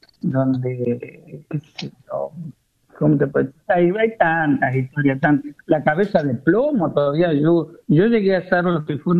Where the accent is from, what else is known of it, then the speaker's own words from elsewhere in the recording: Arias, Córdoba, Argentina; nosotros en esta zona, en mi pueblo, trajimos el sifón de plástico como novedad